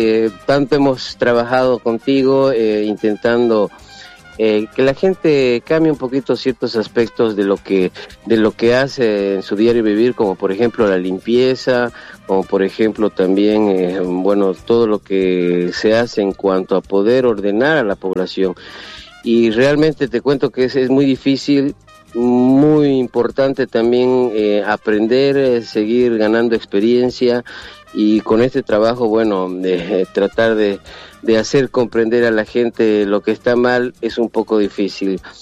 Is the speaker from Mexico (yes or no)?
no; Bolivia; como bolivianos que somos